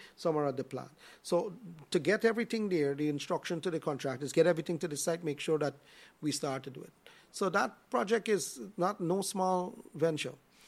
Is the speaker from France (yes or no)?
no; Vreed-en-Hoop, Essequibo Islands-West Demerara, Guyana; I born and raised in Ridenhope.